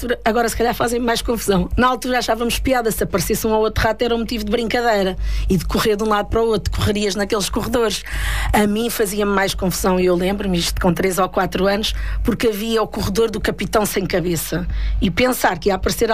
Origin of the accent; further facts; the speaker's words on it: Mafra, Lisbon, Portugal; also born or lived in Mozambique; Mafra é o meu coração, é a minha terra, é aquilo que me faz sorrir também todos os dias, ainda que eu tenha outras, tenha a aldeia dos meus pais, Arcozelo da Serra Gouveia, que também me marca muito